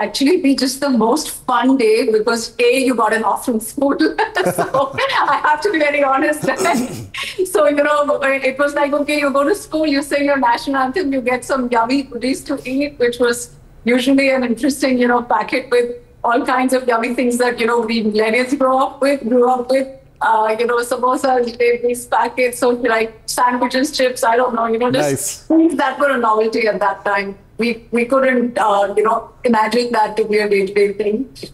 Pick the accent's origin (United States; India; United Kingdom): India; take immense pride in the fact that I have an Indian passport, that wherever I go, I'm introduced as an Indian actor.